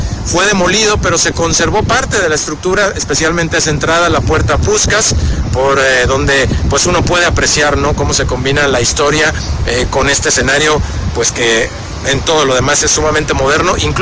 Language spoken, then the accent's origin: Spanish; Mexico; a quien le mencionamos que venimos de México, fíjate que luego sacan como referencia Cancún y la Riviera Maya